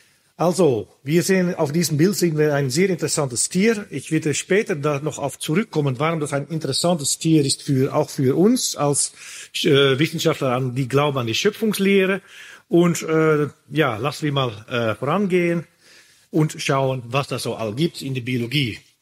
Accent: Netherlands; Ursprünglich komme ich aus Holland, in den Niederlanden eigentlich, da habe ich auch studiert, da habe ich meine Promotionsforschungen gemacht.

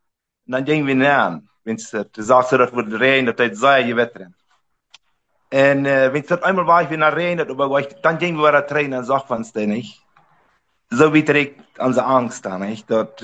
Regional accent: Riva Palacio, Santa Cruz, Bolivia; also born or lived in Mexico; Und wir sind, ich bin in Mexiko geboren und dann sind wir in Bolivien gekommen, 70. Und dann sind ich in der Knie abgewachsen, in den Riva Palacio Knie, bei den Vrechas, 8 Vrecha, da sind ich wirklich ganz abgewachsen.

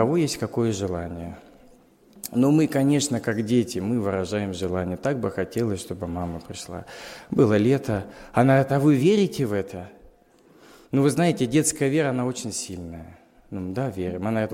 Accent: Chelyabinsk, Chelyabinsk Oblast, Russia; born there; Родился я, друзья, в неверующей семье. Родился я в Челябинске на зоне.

